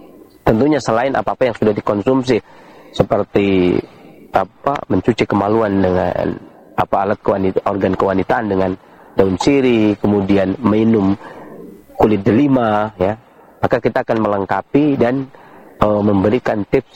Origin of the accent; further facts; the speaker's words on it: Indonesia; negeri kita Indonesia